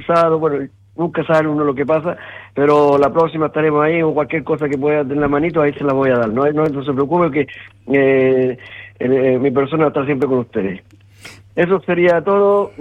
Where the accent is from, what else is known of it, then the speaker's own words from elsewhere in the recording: Chile; Soy chileno, igual que los argentinos, ellos saben cómo somos nosotros.